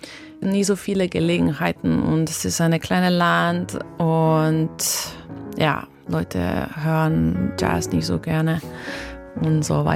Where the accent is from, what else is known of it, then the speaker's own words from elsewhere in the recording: Slovenia; first language Slovenian; German is a second language; moved away as an adult; now in Berlin, Germany; finde, dass ich sogar mich besser ausdrücken kann auf Englisch als auf meiner Muttersprache Slowenisch, weil ich bin schon so lange hier und ich habe so keine slowenische Community hier. Deswegen, ich habe sehr lange nur Englisch gesprochen und jetzt rede ich auch Deutsch